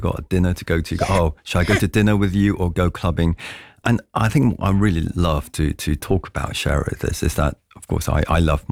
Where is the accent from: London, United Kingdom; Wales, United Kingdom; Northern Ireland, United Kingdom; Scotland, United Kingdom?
London, United Kingdom; growing up in London